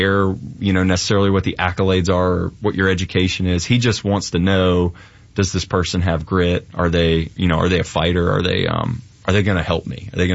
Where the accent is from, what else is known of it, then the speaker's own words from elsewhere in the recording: Georgia, United States; You know, for me, I grew up in Gwinnett County. I'm kind of a Metro Atlanta kid, was a high school kid on 9/11, and wanted to be G.I. Joe.